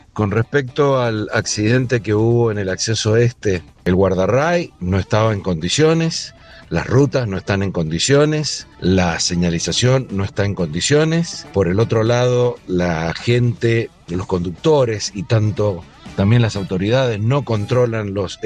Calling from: Godoy Cruz, Mendoza, Argentina; de Godoy Cruz

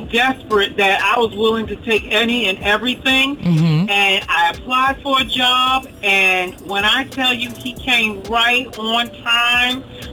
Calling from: Owings Mills, Maryland, United States; I'm calling from Owens Mills, Maryland.

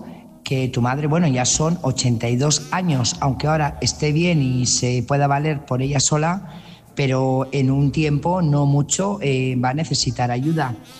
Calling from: Burgos, Castile and León, Spain; corresponsal de Burgos.

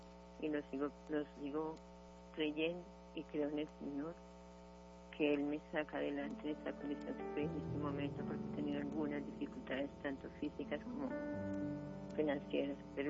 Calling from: Bogotá, Colombia

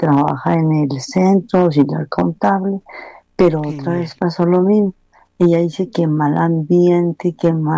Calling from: Bogotá, Colombia

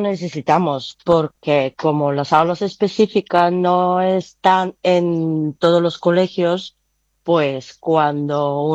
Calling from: Ciudad Quesada, Valencian Community, Spain; yo vivo en Ciudad Quesada

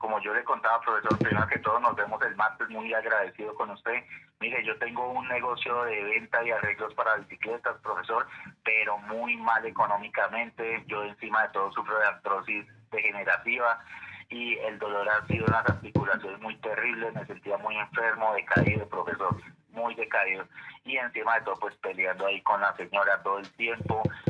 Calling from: Zipaquirá, Cundinamarca, Colombia; De aquí, es Zipaquirá, Cundinamarca

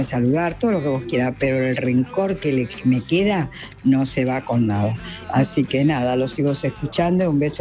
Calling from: La Matanza, Buenos Aires Province, Argentina; Hola María … de La Matanza.

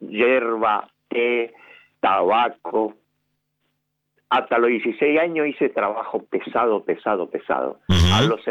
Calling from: González Catán, Buenos Aires Province, Argentina; González Catán, kilómetro 43

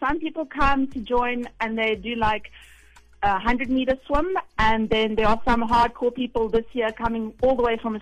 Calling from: Cape Town, Western Cape, South Africa; I'm listening from Cape Town.

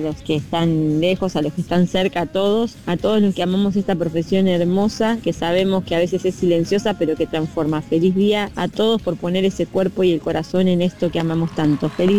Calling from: Necochea, Buenos Aires Province, Argentina; de Necochea.

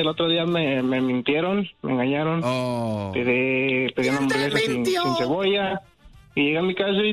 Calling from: Phoenix, Arizona, United States; Aquí vivo en Phoenix.

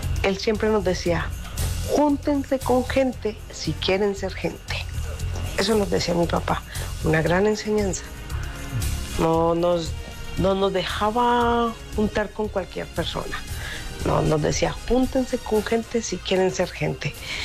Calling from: Antofagasta, Chile; Hola, Vanessa. Desde Antofagasta, Chile.

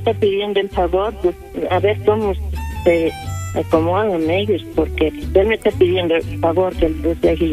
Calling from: San Pedro Limón, State of Mexico, Mexico; Yo vivo en San Pedro Limón, allá por Tejupilco.

